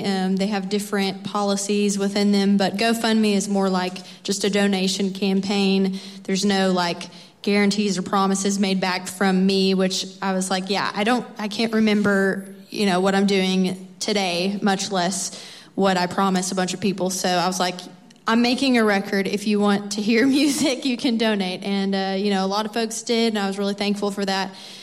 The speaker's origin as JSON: {"language": "English", "region": "Kentucky", "country": "United States", "tie": "born there", "said": "Nothing besides my pappy saying since I was born in Kentucky, I had to."}